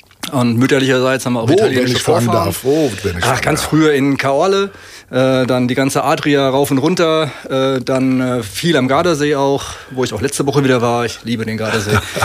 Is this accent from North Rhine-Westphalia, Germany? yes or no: no; Ingelheim, Rhineland-Palatinate, Germany; Ich bin gebürtiger Ingelheimer.